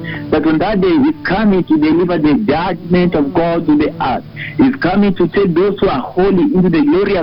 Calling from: Kisii County, Kenya; I'm calling from Kisii University in Tsumika region.

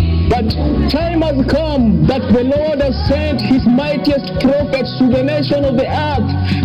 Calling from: Al Rayyan, Qatar; that is why I'm also calling from Qatar and Al Rayyan

